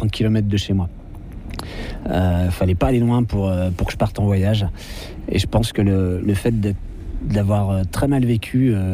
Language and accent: French; Hauts-de-France, France; Le fait d'être natif du Nord, d'avoir passé mon enfance dans l'Artois, sur l'ancienne ligne de front de 14-18